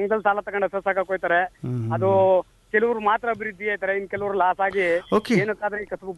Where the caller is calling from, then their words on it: Nandigudi, Karnataka, India; ಮಾತಾಡ್ತಾ ಇದ್ದೀನಿ.